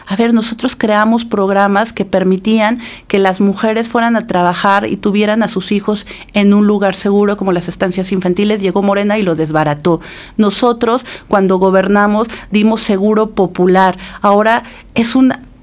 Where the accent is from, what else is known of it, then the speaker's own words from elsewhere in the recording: Mexico; como mexicanos nos dimos para autogobernarnos